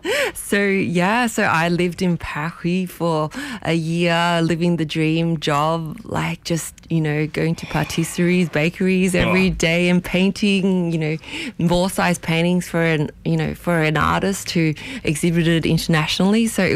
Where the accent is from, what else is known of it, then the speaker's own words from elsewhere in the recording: Australia; I grew up in Australia, but my parents immigrated from Hong Kong.